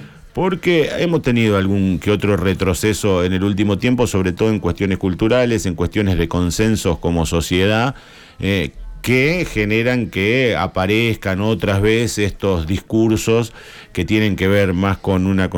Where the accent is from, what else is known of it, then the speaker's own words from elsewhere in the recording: Argentina; nosotros también desde las otras provincias